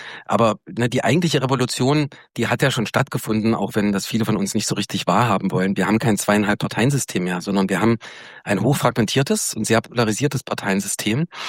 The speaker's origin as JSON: {"language": "German", "country": "Germany", "said": "wir als Deutsche"}